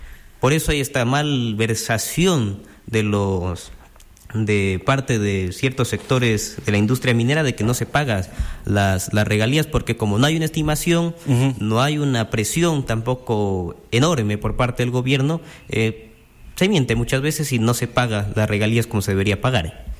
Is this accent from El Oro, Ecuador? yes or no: yes; Zaruma, El Oro, Ecuador; allá Saruma, que es de donde soy.